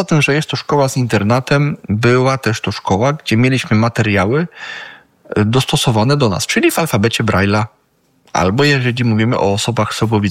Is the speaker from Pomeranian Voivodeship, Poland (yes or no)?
no; Sosnowiec, Silesian Voivodeship, Poland; Ja pochodzę ze Śląska